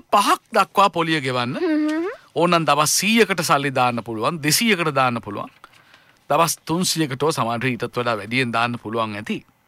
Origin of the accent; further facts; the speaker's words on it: Moratuwa, Western Province, Sri Lanka; අපි මොරටුවේ මිනිස්සු.